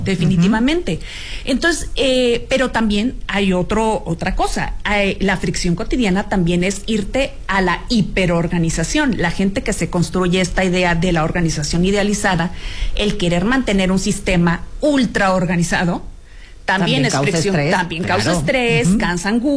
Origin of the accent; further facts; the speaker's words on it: Sonora, Mexico; O sea, norteña, al final de cuentas, norteña. Ajá. Soy de Sonora.